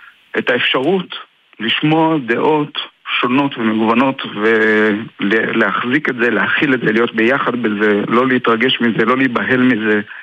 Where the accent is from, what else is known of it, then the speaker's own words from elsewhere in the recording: Jerusalem, Jerusalem District, Israel; moved away; אני נולדתי בירושלים וגדלתי בירושלים.